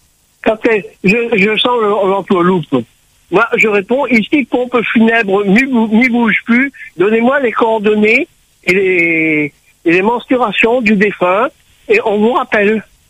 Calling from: Bras-Panon, Réunion; De la rivière des Roches, côté Bras-Panon.

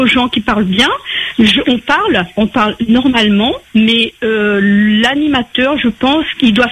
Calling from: Réunion; je suis réunionnaise, je suis créole, je suis fière d'être créole, je suis fière de ma langue créole. Je l'utilise tous les jours

